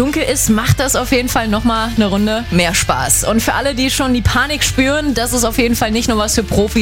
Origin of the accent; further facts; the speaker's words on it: Berlin, Germany; Ich komme ja aus Hellersdorf